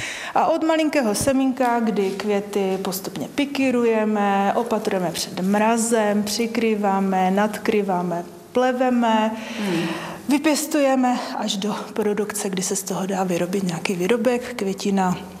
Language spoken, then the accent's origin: Czech; Ostrava, Moravian-Silesian Region, Czechia; já jsem z Hrabové, mý rodiče jsou z Hrabové